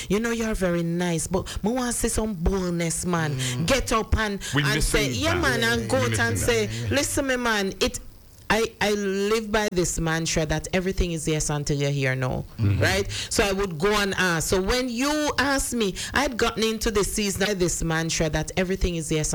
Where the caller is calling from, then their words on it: Jamaica; I'm so proud to be Jamaican